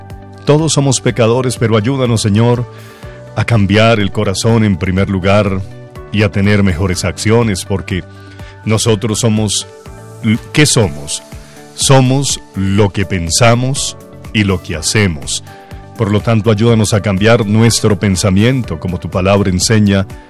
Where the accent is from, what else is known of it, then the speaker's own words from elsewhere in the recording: Colombia; nosotros nacimos en Colombia, tenemos un pasaporte colombiano, tenemos una cédula de ciudadanía colombiana, un registro civil que indica que nacimos en Colombia.